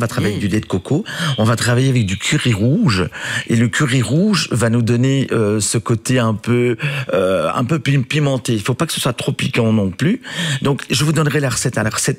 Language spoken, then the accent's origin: French; Wallonia, Belgium; ce côté sucré-salé qui fait partie de notre culture qu'on adore chez nous en Wallonie.